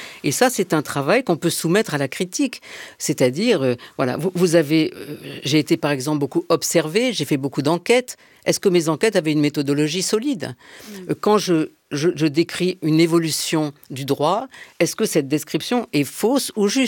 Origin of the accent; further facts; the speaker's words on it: Marseille, Provence-Alpes-Côte d'Azur, France; moved away as an adult; now in Paris, France; Je suis arrivée à Paris en 1972, parce que j'étais entrée à Normal Sup. Je venais de Aix et de Marseille.